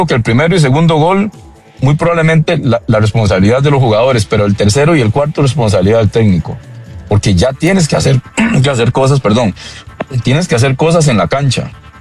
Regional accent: Costa Rica; Me voy a involucrar como costarricense

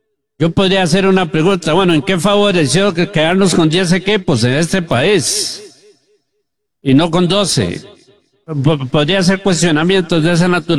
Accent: Costa Rica

